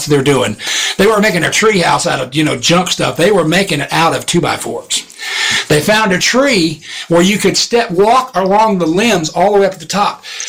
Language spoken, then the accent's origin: English; Portsmouth, Virginia, United States; born there; We got a lot of people down South, Virginia. I was born in Portsmouth, and got to meet a lot of people down there.